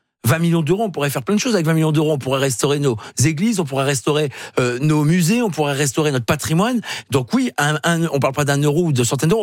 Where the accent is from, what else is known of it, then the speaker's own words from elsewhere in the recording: Hauts-de-France, France; Mais c'est sûr que j'ai pas envie de voir sur France 2 ou France 3, même si je suis du Nord, les ch'tis à Marseille.